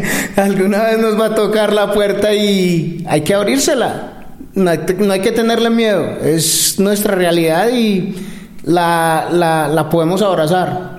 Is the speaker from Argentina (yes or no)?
no; Colombia; now in Florida, United States; nosotros somos dos colombianos que llevamos radicados en Estados Unidos aproximadamente 25 años